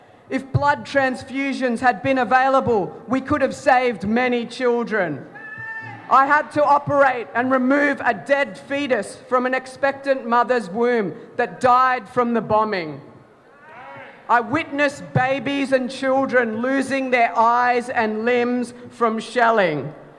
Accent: Darwin, Northern Territory, Australia; I'm also an Aussie. And I was fortunate that my family found safety on Larrakia land in Darwin, where I grew, where I studied, and where I worked.

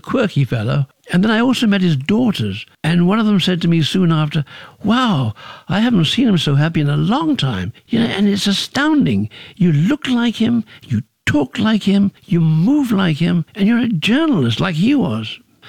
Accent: United Kingdom; She sent me to a boarding school in England when I was 8, and I became very independent. I grew up in Britain, where there was a sort of social revolution

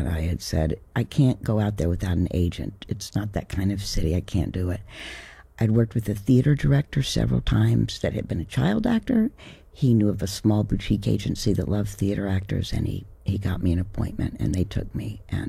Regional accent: Knoxville, Tennessee, United States; The jump was, I grew up doing theater as a kid. The university in my hometown, Knoxville, had a really fabulous theater program.

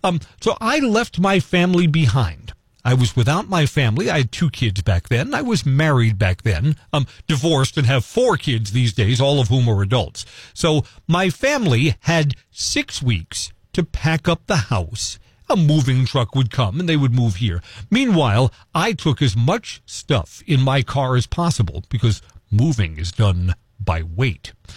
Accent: Fairfield, Connecticut, United States; also born or lived in Brooklyn; home in Fairfield, Connecticut. That's the place that my family moved to when I was in middle school. We moved from Brooklyn to Fairfield.

